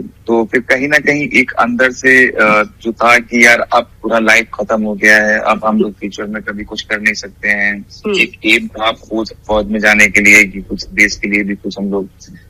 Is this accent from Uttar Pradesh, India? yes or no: yes; Bareilly, Uttar Pradesh, India; मैं बरेली का रहने वाला हूँ